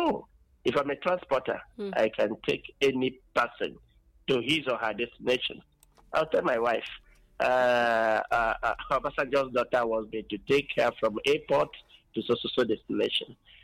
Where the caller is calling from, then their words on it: Akezi, Ebonyi, Nigeria; I'm calling you from Akezi, Ebonyi State.